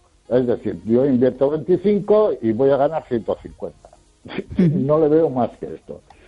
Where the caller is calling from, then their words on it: A Coruña, Galicia, Spain; De La Coruña.